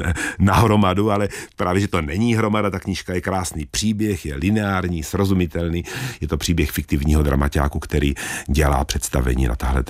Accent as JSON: {"language": "Czech", "town": "Brno", "region": "South Moravian Region", "country": "Czechia", "said": "Jsem teda z Brna"}